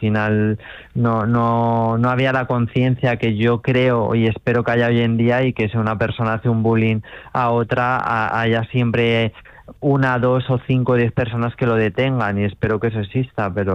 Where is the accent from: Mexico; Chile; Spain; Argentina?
Spain; Marchamalo, Castilla-La Mancha; se me influenció mucho en no relacionarme con gente de mi pueblo y bueno, pues al final yo empecé en un club de competición fuera de Marchamalo y al final estudié posteriormente en Guadalajara y en Madrid.